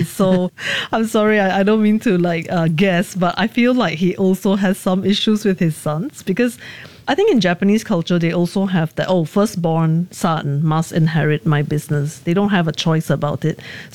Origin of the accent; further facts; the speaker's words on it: Malaysia; I feel like as a Malaysian writer